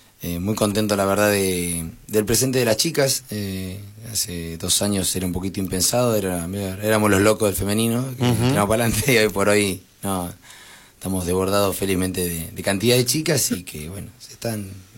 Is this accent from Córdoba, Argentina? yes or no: no; Bahía Blanca, Buenos Aires Province, Argentina; moved away as an adult; soy de Bahía Blanca, oriundo de Bahía Blanca